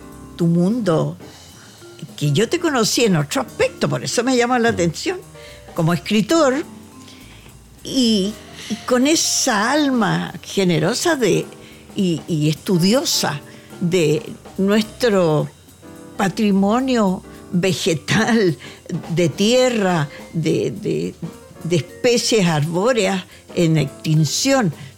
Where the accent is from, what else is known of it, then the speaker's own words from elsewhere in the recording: San Bernardo, Santiago Metropolitan Region, Chile; born there; Como que yo nací aquí en San Bernardo